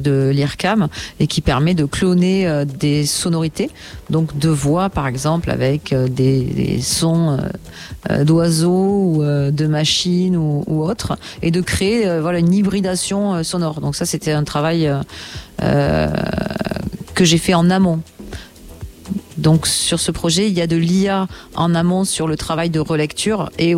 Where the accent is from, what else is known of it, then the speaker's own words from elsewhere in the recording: Toulouse, Occitanie, France; moi j'ai un papa qui est pianiste de jazz, je suis toulousaine